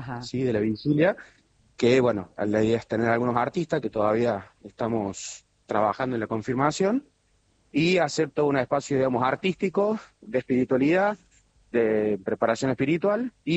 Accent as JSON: {"language": "Spanish", "region": "Córdoba", "country": "Argentina", "said": "como cordobeses y como argentinos."}